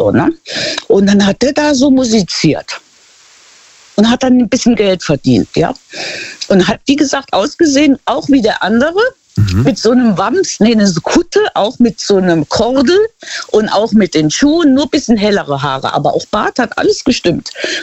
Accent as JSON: {"language": "German", "country": "Luxembourg", "said": "dieses Gemeinde-Café heißt das bei uns in Luxemburg"}